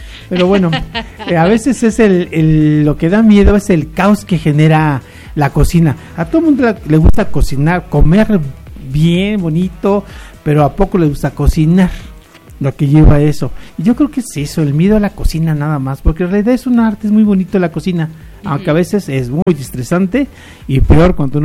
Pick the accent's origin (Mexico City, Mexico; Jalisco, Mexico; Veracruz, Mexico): Mexico City, Mexico; now in Apizaco, Mexico; soy originario de la Ciudad de México, pero uh-huh. Estamos radicando ahorita aquí en Apizaco.